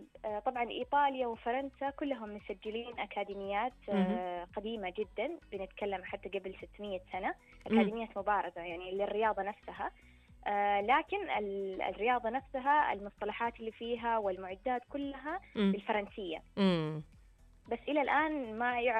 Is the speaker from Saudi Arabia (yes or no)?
yes; Saudi Arabia; لقيمنا كعرب كسعوديين